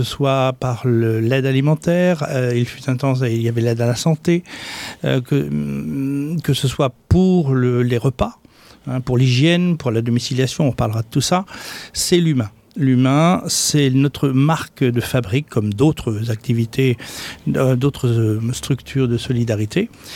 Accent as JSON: {"language": "French", "region": "Brittany", "country": "France", "also_born_or_lived": "abroad", "said": "je ne suis pas beauvaisien, je ne suis même pas picard. Je suis d'origine de Bretagne, avec un long parcours à l'étranger, comme je l'ai dit."}